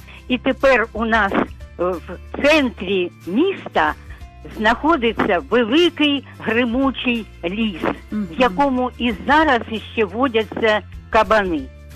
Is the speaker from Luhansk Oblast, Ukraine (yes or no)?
yes; Rovenky, Luhansk Oblast, Ukraine; І я ніколи не кажу, що я родом з Луганщини. Я завжди кажу, що моя мала батьківщина – місто Ровеньки.